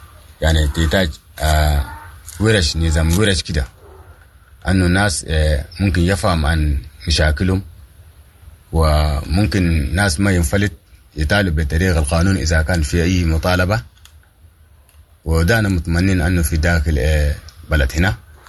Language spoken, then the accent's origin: Arabic; Sudan; moved away; نحن قاعدين نتابعوا كسودانيين وفقدنا الوطن